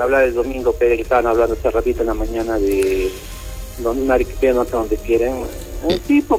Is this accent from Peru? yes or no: yes; Arequipa, Peru; born there; Y de repente mis papás son de Puno, tengo sangre puneña, pero yo nací en Arequipa y me siento orgulloso de estar aquí